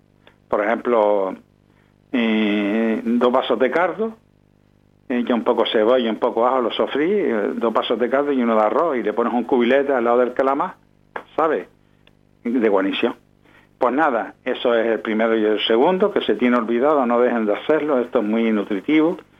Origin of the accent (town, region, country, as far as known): Canary Islands, Spain